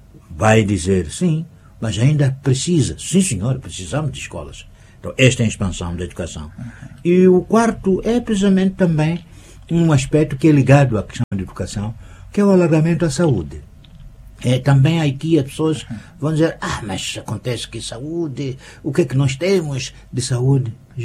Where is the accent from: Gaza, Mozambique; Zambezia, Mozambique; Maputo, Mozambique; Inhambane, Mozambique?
Inhambane, Mozambique; Cambine; born there; Eu sou de Cambina, né? Não faço propaganda sempre do local onde eu nasci, né? Eu sou de Cambina.